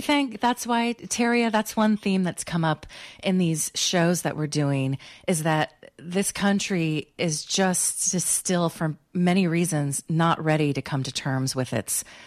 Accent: Petaluma, California, United States; I grew up in Petaluma

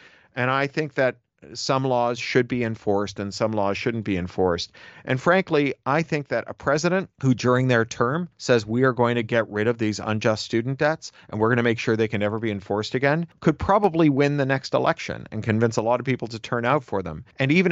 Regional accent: Canada; now in United States; in Canada, I'm from Canada.

